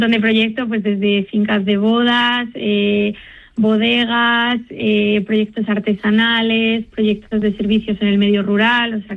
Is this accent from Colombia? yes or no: no; Castile and León, Spain